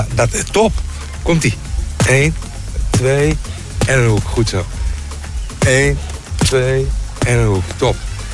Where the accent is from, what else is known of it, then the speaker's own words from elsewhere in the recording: Beverwijk, North Holland, Netherlands; now in Groningen, Netherlands; Ik kom uit Beverwijk.